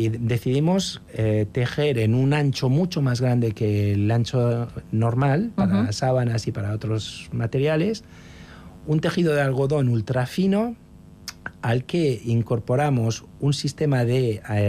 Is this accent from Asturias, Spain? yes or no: yes; Gijón, Asturias, Spain; moved away as an adult; also born or lived in Milan, Italy / England; now in Paris, France; Yo soy de Gijón, de Asturias. Me fui de Erasmus a Italia. Estuve viviendo en Italia, trabajando en Milán bastante tiempo. Luego estuve en Inglaterra. Luego volví a Milán y luego llegué a París.